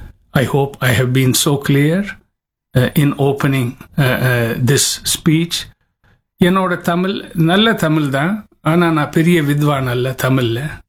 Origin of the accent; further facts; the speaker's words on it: Chennai, Tamil Nadu, India; I was born in India in an army home. Madras is my hometown, which is present-day Chennai.